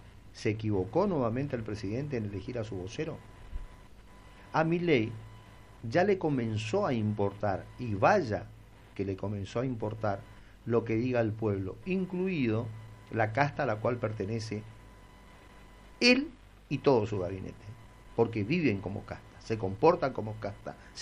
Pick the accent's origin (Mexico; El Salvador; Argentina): Argentina; Yo como argentino en la provincia del Chaco